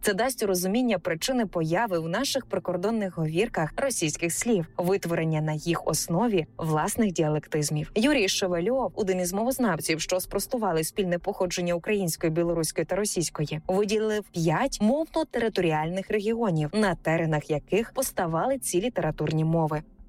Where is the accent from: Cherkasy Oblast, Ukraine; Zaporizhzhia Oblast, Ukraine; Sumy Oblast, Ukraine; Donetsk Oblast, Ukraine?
Cherkasy Oblast, Ukraine; Knyazha; мого рідного села Княжа на Черкащині